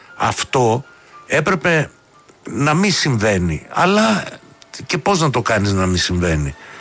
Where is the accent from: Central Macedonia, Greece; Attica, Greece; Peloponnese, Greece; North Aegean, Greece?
Attica, Greece; Athens; η πατρίδα μου η ιδιαίτερη, δεν είναι τα Χανιά, είναι η οδός Πατησίων. Δεν γεννήθηκα στα Χανιά.